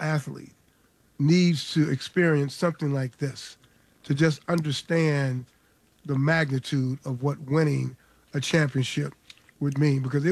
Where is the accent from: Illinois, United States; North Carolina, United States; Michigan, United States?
Illinois, United States; Chicago; moved away; And I did, because I grew up in Chicago, when the White Sox won the World Series, and I forget what year it was, but when the White Sox won the World Series, I went back to Chicago.